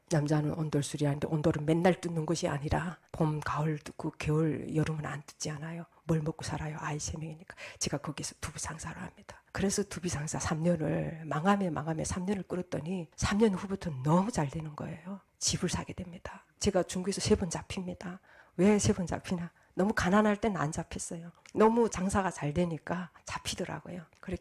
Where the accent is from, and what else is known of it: North Korea; moved away as an adult; also born or lived in China